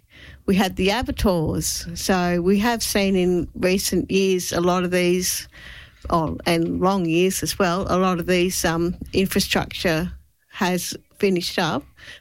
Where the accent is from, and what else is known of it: Grafton, New South Wales, Australia; born or raised there